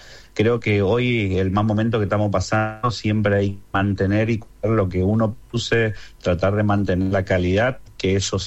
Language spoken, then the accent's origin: Spanish; Argentina; la cultura de trabajo que tenemos los argentinos y lo creativo que somos los argentinos